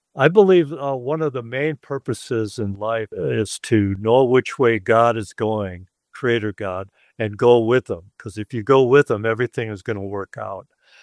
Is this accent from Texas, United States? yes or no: yes; Texas, United States; It was cold. I'm from Texas.